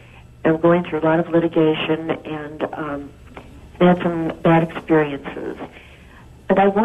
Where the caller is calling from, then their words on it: St. Louis, Missouri, United States; St. Louis, Missouri.